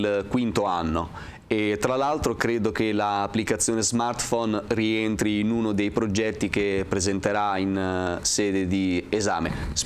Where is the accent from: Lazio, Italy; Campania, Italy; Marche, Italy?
Marche, Italy; Falconara Marittima; Io sono di Falconara Marittima